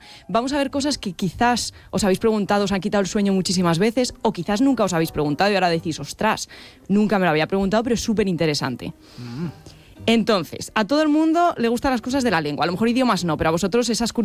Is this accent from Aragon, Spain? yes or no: no; Guadalajara, Castilla-La Mancha, Spain; born there; Nací en Guadalajara.